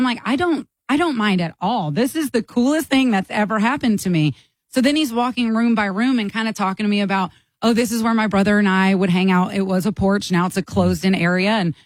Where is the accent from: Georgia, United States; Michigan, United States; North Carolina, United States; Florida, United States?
Georgia, United States; Augusta; I'm from Augusta.